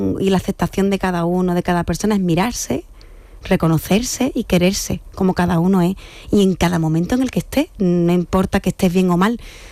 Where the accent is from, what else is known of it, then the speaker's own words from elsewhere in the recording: Jerez de la Frontera, Andalusia, Spain; soy de aquí, de Cádiz, ¿sabes? De Jerez de la Frontera. Y en Cádiz, en Jerez de la Frontera, se dice entrenadora, no se dice coach